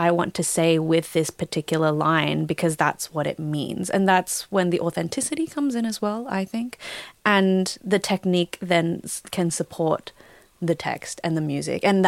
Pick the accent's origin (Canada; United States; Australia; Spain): Australia; now in Vienna, Austria; I am very Australian.